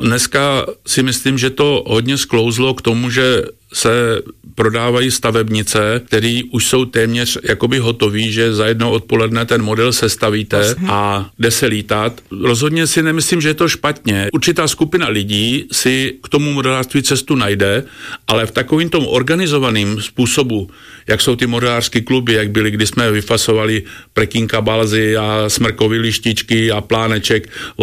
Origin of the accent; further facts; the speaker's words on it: Moravia, Czechia; Ja mám na Slovensku stejne přátel ako u nás na Moravě nebo v Čechách, takže ja toto absolútne nevnímam.